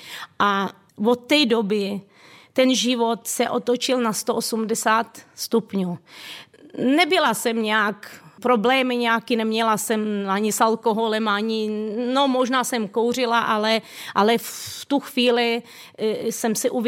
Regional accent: Ukraine; now in Czech Republic; jsem původem z Ukrajiny

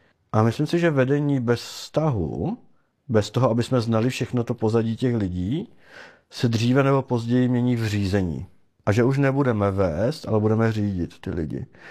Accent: Moravian-Silesian Region, Czechia; jak bych tak u nás na Bruntálsku řekli, na férovku, bez obalu

